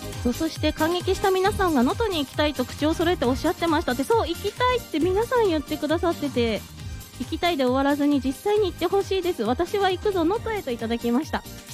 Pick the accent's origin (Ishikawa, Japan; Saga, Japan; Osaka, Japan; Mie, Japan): Ishikawa, Japan; Anamizu; moved away; 私の生まれ故郷の穴水